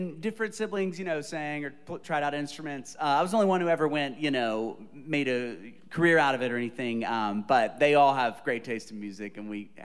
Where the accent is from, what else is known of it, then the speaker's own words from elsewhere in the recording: Brookhaven, Mississippi, United States; also born or lived in Oxford, Mississippi; Yes, I'm from Brookhaven, Mississippi originally, which is a small town, South Mississippi, kind of near 90 minutes or so north of New Orleans, near Louisiana. Grew up there and then went to Ole Miss for college, so I lived in Oxford, Mississippi for a few years.